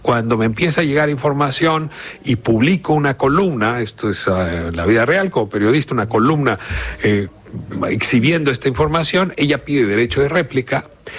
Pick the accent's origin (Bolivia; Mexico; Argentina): Mexico; con un libro que se publicó el año pasado en mi país, en México